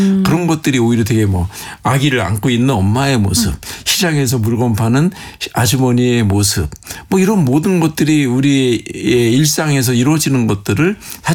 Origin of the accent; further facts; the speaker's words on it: South Korea; 내가 한국에서 왔는데